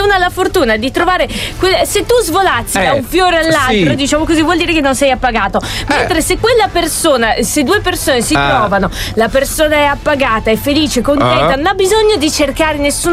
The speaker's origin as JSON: {"language": "Italian", "town": "Treviso", "region": "Veneto", "country": "Italy", "said": "No, le cartoline della mia prima fidanzatina della terza media di Torino, che ci scrivevamo, visto che sono da Treviso. Ho 51 anni, quindi ne è passato un po' di tempo."}